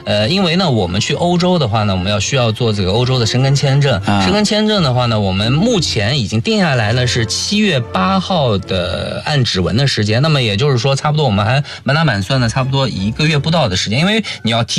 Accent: Nanjing, Jiangsu, China; 我们南京人，

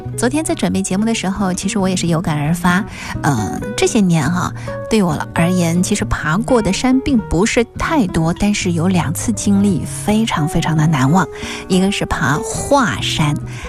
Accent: Jiangnan, China; 作为在江南土生土长的我来说

